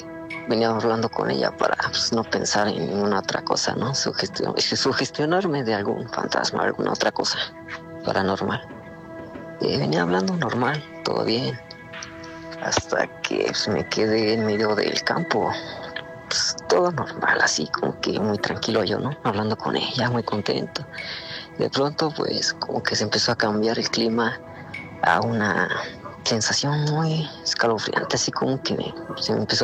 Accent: Toluca, State of Mexico, Mexico; Soy de Toluca y … Soy de Toluca

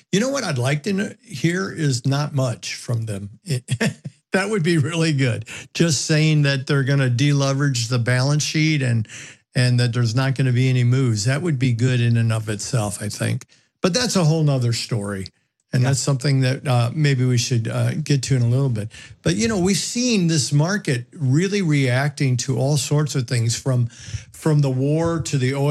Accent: United States; being an American

